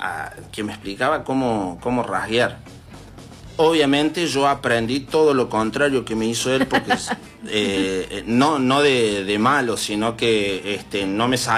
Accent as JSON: {"language": "Spanish", "region": "Córdoba", "country": "Argentina", "lives_now": "Santa Rosa, Argentina", "said": "Yo vine de Córdoba sabiendo tocar en la guitarra una sola canción de folclore que es"}